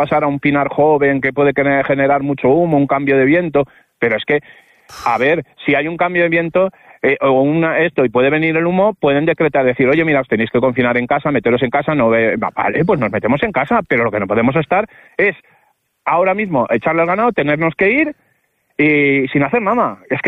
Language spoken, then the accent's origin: Spanish; Layna, Castile and León, Spain; el mayor está en mi pueblo, en Laina, sí, que, sí, que yo también soy de Laina